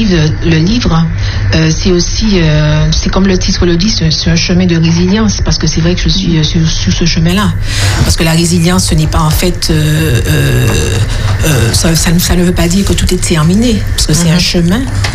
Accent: Martinique; je suis martiniquaise

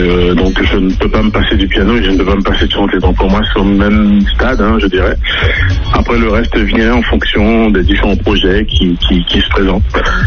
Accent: French Guiana; born there; Donc je suis né en Guyane, j'aurai bientôt 40 ans hein, d'ici la fin de l'année.

